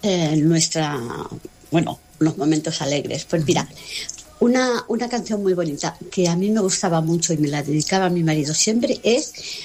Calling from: L'Hospitalet de Llobregat, Catalonia, Spain; de Hospitalet.

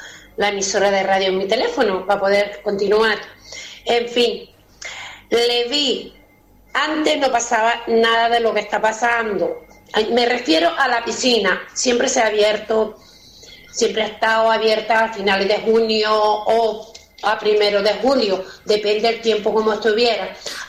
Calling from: Santa Lucía de Tirajana, Canary Islands, Spain; de Santa Lucía.

